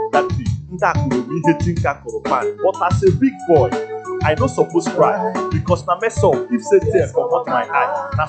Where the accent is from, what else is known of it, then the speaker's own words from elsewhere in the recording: Umuesere, Abia, Nigeria; I'm from Umuesere, Amapo. Okokitim in Abia State.